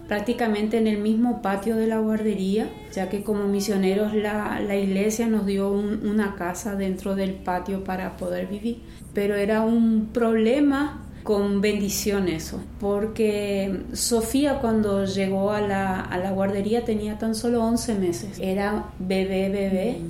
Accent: Montevideo, Uruguay; moved away as an adult; now in Asunción, Paraguay; soy de Uruguay, Montevideo, y estamos como misioneros en Paraguay con mi esposo y mis hijos.

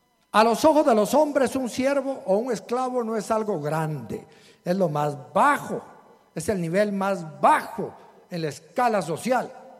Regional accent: Zacapa, Guatemala; Ay, perdone, pastor, es que soy de Zacapa. Y allá nos amamos tanto que nos decimos las verdades.

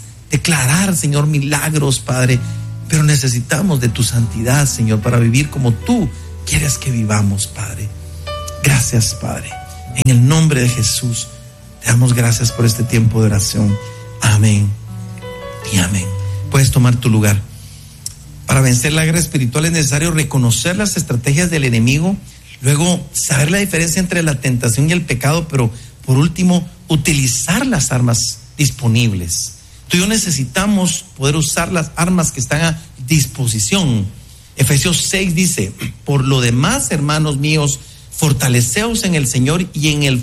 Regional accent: Guatemala

